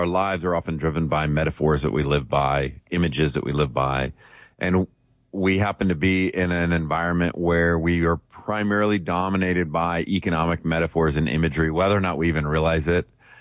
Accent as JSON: {"language": "English", "country": "United States", "said": "I'm an American through and through, and there's wonderful parts of that and some really negative parts."}